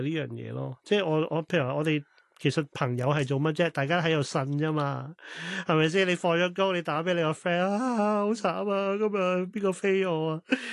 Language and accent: Cantonese; Hong Kong; moved away; 我系香港人啦，本身咁。但是我都有在外國很久的時間浸，叫所謂浸淫過啦